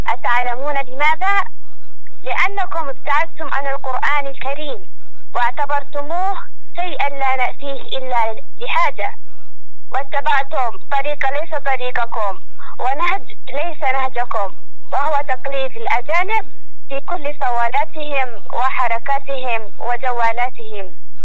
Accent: Yemen; وأننا نحن أبناء اليمن أشبالا أشبال، نحن أبناء الأسود

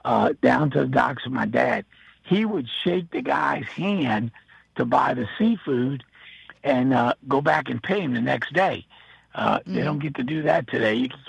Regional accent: New Orleans, Louisiana, United States; I was born and raised in Algiers.

